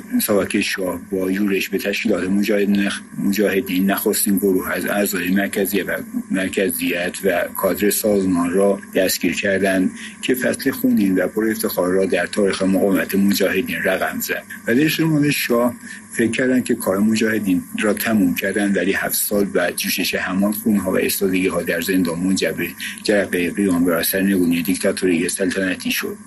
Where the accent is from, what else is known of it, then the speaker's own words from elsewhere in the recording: Isfahan, Iran; از اصفهان.